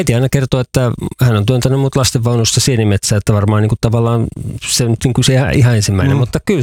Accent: Vantaa, Uusimaa, Finland; now in Kainuu, Finland; Mä oon siis Vantaalta kotosin, vaikka asun nykyään Kainuussa.

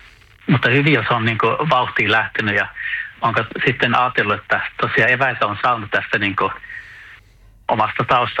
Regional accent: Haukipudas, North Ostrobothnia, Finland; moved away as an adult; now in Stockholm, Sweden; Kyllä, elikkä Oulusta päin tuun alun perin, että on tämmöinen Nokia-lapsi, että kasvoin siellä Haukiputaalla ihan Nokia tuolta tehtaan vieressä

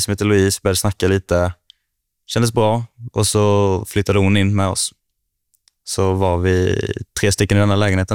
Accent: Karlskrona, Blekinge, Sweden; now in Lund, Sweden; Jag är 20 år, jag kommer från Karlskrona och jag pluggar ju här i Lund på juristprogrammet och är precis klar med termin 2.

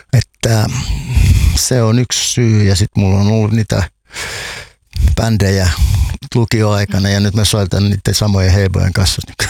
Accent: Hamina, Kymenlaakso, Finland; kun mä itse asun, tai synnyin ja asuin nuoruuteni ja lapsuuteni Haminassa

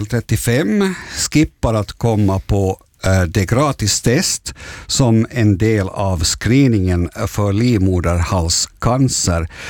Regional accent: Åland, Finland; som ålänning så undrar jag hur du klarar det här.

